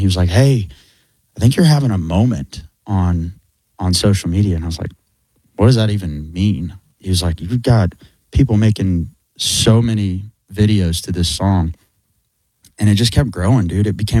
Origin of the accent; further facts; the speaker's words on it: Bixby, Oklahoma, United States; Bixby, Oklahoma.